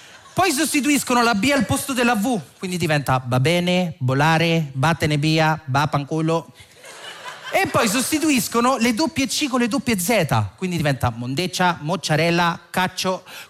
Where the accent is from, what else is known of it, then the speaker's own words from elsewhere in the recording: Philippines; now in Italy; Ma sono filippino.